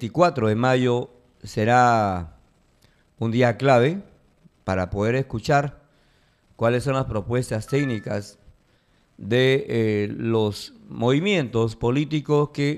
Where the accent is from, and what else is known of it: Peru